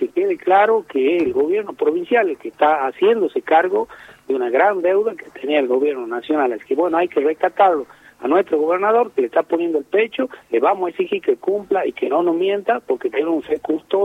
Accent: Metán, Salta, Argentina; como vecino nacido y criado en Metán

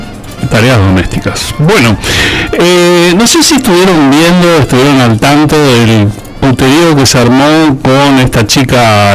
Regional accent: Argentina; de la cual estamos siendo víctimas los argentinos

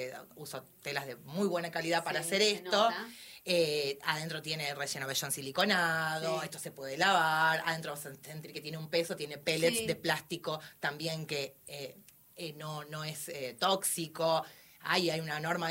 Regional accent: Buenos Aires, Argentina; moved away; Yo soy de Buenos Aires, como comentaba antes, y me crié en la Bond Street

